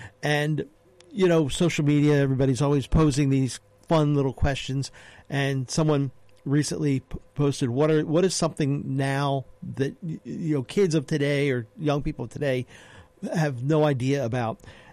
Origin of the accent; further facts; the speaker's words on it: Abington, Pennsylvania, United States; I grew up in Abington